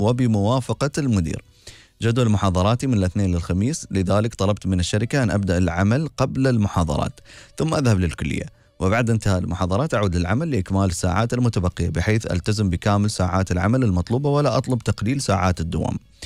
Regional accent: United Arab Emirates; أنا مواطنة إماراتية موظفة في القطاع الخاص

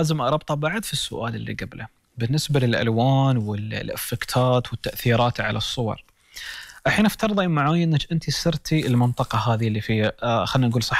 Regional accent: United Arab Emirates

